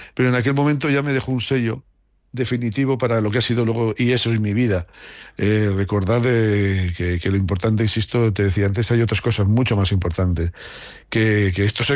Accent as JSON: {"language": "Spanish", "town": "Haro", "region": "La Rioja", "country": "Spain", "tie": "born or raised there", "said": "yo me he sentido siempre y me siento muy querido en mi pueblo. Mi pueblo, que la alcaldesa cuando me oye hablar así se enfada porque dice … que Haro es una ciudad."}